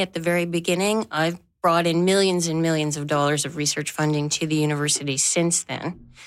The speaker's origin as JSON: {"language": "English", "region": "Ontario", "country": "Canada", "said": "And I had come from Ontario. I'm not from Newfoundland and Labrador. So it was my first rural experience in the province."}